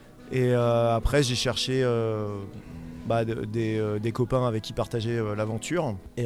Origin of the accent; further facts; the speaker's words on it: Brittany, France; Je suis normand d'adoption, je suis breton en fait.